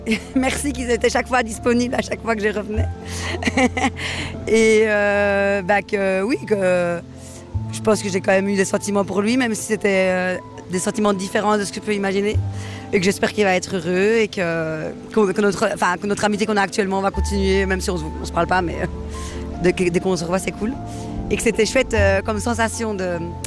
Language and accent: French; Belgium; Moi, je suis belge hein, de base.